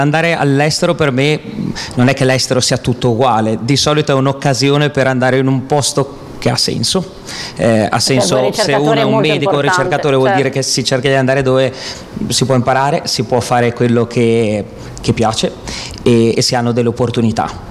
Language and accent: Italian; Genoa, Liguria, Italy; Io sono di Genova, ho fatto pediatria e quindi non è tanto difficile capire come possa essere un obiettivo raggiungere un posto di lavoro al Gaslini.